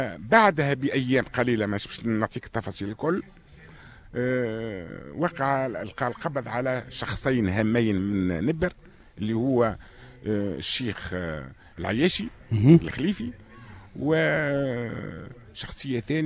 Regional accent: Tunisia; لنا كتونسيين،

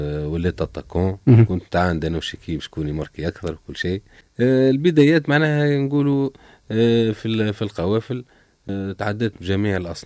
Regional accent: Gafsa, Gafsa Governorate, Tunisia; born there

